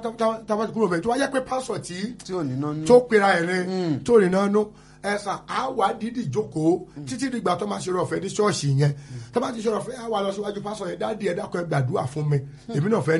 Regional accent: Akoko, Ondo, Nigeria; Mo jẹ́ ọmọ bíbí Ondo State ní Àkókó.

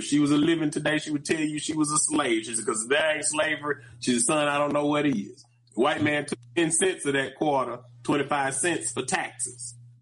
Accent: Mississippi, United States; Yeah, so I'm from the Mississippi Delta. Like, my grandparents from Wildwood Plantation, and they moved to Itabena when Mississippi Valley State University was founded to secure work

